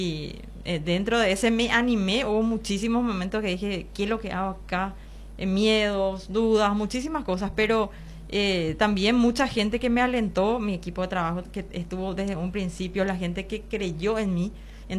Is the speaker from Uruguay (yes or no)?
no; Coronel Oviedo, Caaguazú, Paraguay; somos de Coronel Oviedo, la ciudad es chica